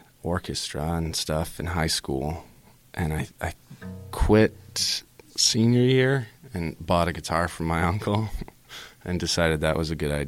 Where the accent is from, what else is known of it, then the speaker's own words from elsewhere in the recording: Canton, Michigan, United States; It's Canton, Michigan. It's not that small, I suppose. But it's just the burbs, man.